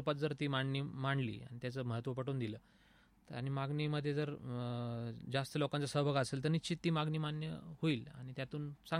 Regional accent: Ahmednagar, Maharashtra, India; suppose आपण नगरची लोकं पुण्याला जातो

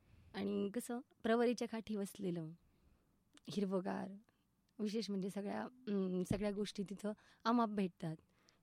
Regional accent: Sangamner, Maharashtra, India; मी मूळची तशी संगमनेरची, माझा जन्म संगमनेरला झाला आहे आणि माझं बालपणही संगमनेरमध्येच गेलं। आणि विशेष म्हणजे माझं आईचं माहेर आणि सासर एकच आहे, त्यामुळे माझं सगळंच संगमनेरमध्ये, म्हणजे संगमनेर सोडून दुसरं काहीच नव्हतं।

